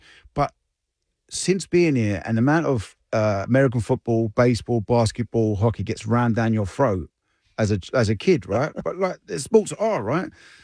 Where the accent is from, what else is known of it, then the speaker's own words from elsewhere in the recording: England, United Kingdom; now in Dallas, United States; Well, as an Englishman, it's in my DNA, right?